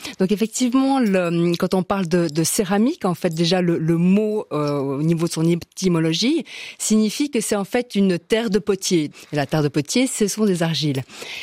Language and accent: French; Valais, Switzerland; Je suis une Valaisanne pure souche.